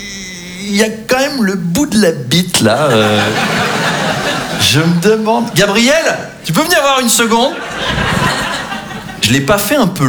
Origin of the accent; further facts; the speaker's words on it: Versailles, Île-de-France, France; Moi, j'ai grandi à Versailles, hein, très très catholique comme environnement.